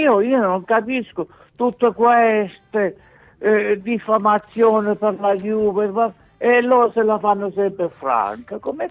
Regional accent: Giardini Naxos, Sicily, Italy; Io sono siciliano, dalla Giardini Naxos.

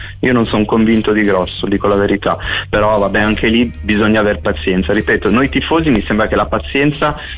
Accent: Florence, Tuscany, Italy; il problema di noi fiorentini, vabbè, io sono un fiorentino del nord

